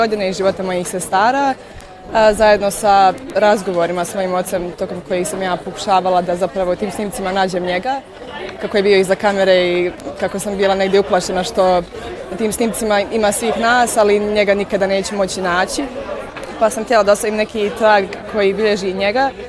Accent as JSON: {"language": "Serbian", "town": "Trebinje", "region": "Republika Srpska", "country": "Bosnia & Herzegovina", "said": "dolazim iz Trebinja, ali sam studentica četvrte godine pozorišne filmske režije u Sarajevu."}